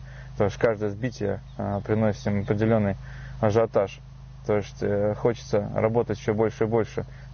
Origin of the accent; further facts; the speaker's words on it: Samara, Samara Oblast, Russia; moved away as an adult; Родом сам Самары.